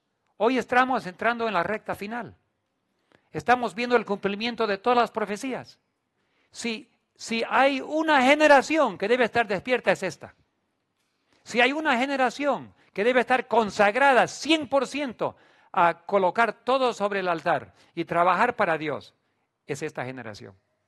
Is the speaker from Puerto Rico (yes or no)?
no; Bolivia; Me hace casi llorar de alegría que mis padres me criaron aquí en Bolivia para poder aprender el español. Siendo boliviano, yo y mi esposa amamos este país